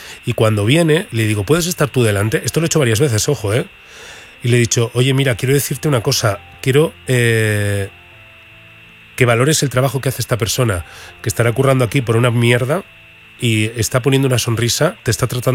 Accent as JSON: {"language": "Spanish", "town": "Burgos", "region": "Castile and León", "country": "Spain", "said": "Anda que no he veraneado yo veces en Cantabria, que soy de Burgos."}